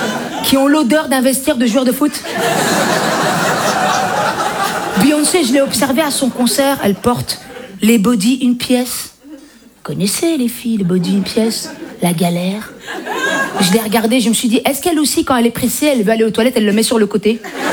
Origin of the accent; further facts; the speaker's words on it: Belgium; Voilà, je viens de Belgique, je suis d'origine maghrébine